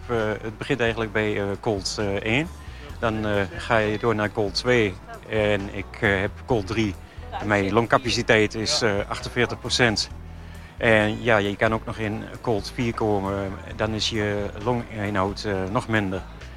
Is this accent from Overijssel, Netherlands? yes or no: no; 's-Hertogenbosch, North Brabant, Netherlands; ik kom uit Den Bosch.